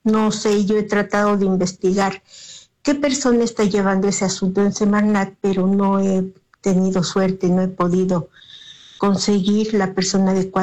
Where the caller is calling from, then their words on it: Puebla, Mexico; Le estoy llamando de Bosques de San Sebastián